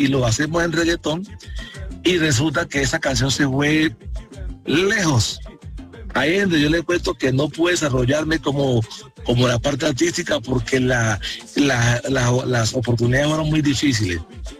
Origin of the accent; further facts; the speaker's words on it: Buenaventura, Valle del Cauca, Colombia; also born or lived in Cali; now in Bogotá, Colombia; arranco en Cali, pues aprendo el arte, me voy para mi tierra, Buenaventura, y vuelvo a acá, a la ciudad de Bogotá